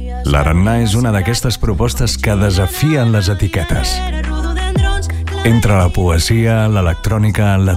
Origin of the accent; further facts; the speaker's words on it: Sant Feliu de Guíxols, Catalonia, Spain; jo sóc de Sant Feliu de Guíxols?